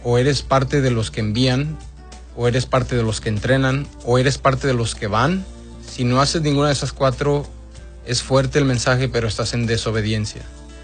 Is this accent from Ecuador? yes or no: no; Mexico; Yo como mexicano